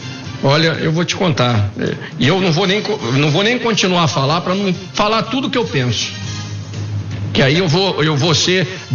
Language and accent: Portuguese; Campinas, São Paulo, Brazil; eu como campineiro que sou nato